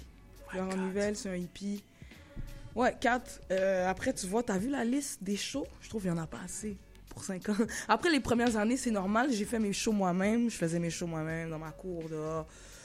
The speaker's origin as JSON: {"language": "French", "town": "Laval", "region": "Quebec", "country": "Canada", "tie": "born there", "moved": "yes", "lives_now": "Montreal, Canada", "said": "J'ai fait un petit temps à Montréal. Mes parents ont travaillé très fort. On est allé j'ai habité à SF. J'ai grandi à Sainte-Rose."}